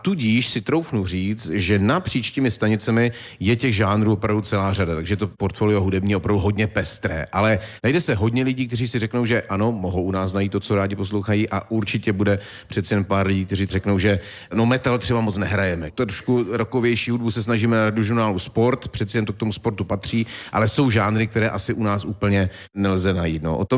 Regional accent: Ostrava, Moravian-Silesian Region, Czechia; also born or lived in Havířov; já jsem se narodil v Havířově, já jsem do svých 18 let žil v Ostravě

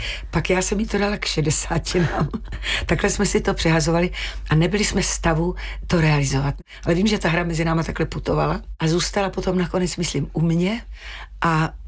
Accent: Vsetín, Zlín Region, Czechia; moved away; já jsem Valach. Já jsem Vsetíňačka.

